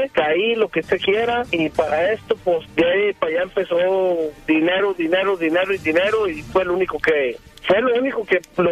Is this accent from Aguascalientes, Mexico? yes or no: yes; Aguascalientes, Mexico; de donde yo vengo y Aguascalientes, Aguascalientes, Aguascalientes